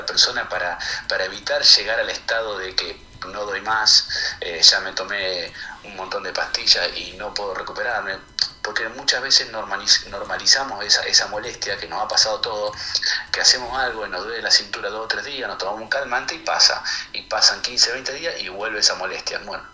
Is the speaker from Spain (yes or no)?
no; Santa Fe, Argentina; moved away as an adult; now in Reconquista, Argentina; Yo estoy hace 14 años en Reconquista, yo soy de Santa Fe, tengo mi consultorio en Santa Fe, ahí en Reconquista.